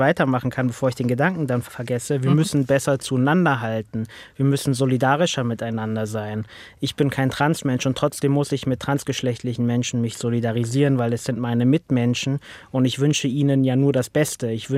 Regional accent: Berlin, Germany; Und das sage ich als Berliner in Hamburg.

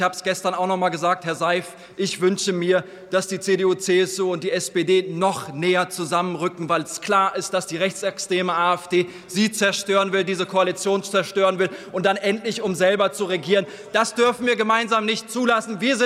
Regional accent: Krefeld, North Rhine-Westphalia, Germany; ich komme ursprünglich aus Krefeld, dieses Land ist auch unser Land.

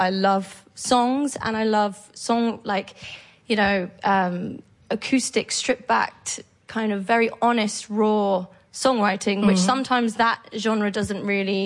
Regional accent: Brighton, South East England, United Kingdom; moved away; also born or lived in London; So I had to stay in London. I'm from Brighton, and it was all happening in London.

